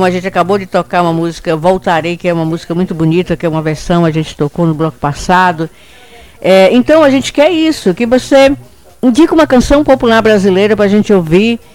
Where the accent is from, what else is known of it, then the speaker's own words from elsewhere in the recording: Oeiras, Piauí, Brazil; moved away; E quando eu falo da minha terra natal, o orgulho, ó, top, vai lá no topo. Fico tão orgulhosa. Oeiras, primeira capital do estado do Piauí.